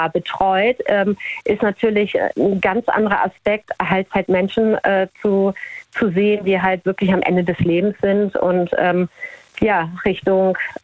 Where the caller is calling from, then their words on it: Hamburg, Germany; Ich komme aus Hamburg